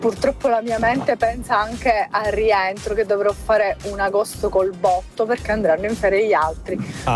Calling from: Palermo, Sicily, Italy; da Palermo.

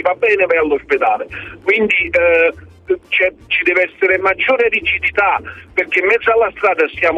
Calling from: Naples, Campania, Italy; io sono napoletano.

